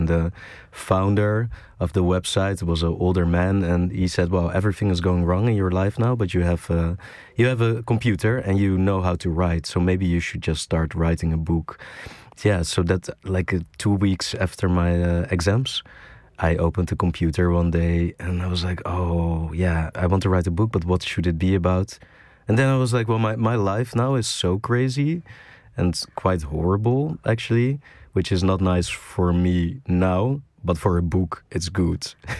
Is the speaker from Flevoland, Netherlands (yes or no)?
no; Schiedam, South Holland, Netherlands; I grew up in Schiedam. It's a small village next to Rotterdam. And it's quite gray, all cement and no nature at all.